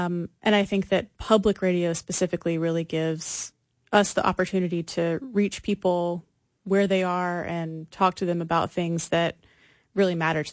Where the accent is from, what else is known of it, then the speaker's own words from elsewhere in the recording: Pine Bluff, Arkansas, United States; now in Little Rock, United States; I'm originally from Southeast Arkansas, down around Pine Bluff. I did my undergrad at Hendricks College, my master's at the University of Mississippi.